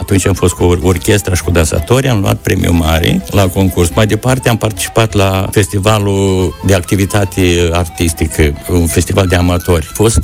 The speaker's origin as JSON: {"language": "Romanian", "town": "Colibaș", "country": "Moldova", "tie": "born there", "said": "M-am născut la Colibaș."}